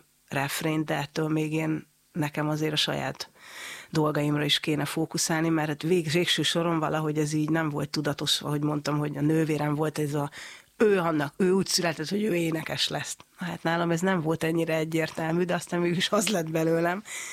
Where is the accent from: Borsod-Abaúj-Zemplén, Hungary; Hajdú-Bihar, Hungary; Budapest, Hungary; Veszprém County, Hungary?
Borsod-Abaúj-Zemplén, Hungary; mivel hogy én Borsod megyei vagyok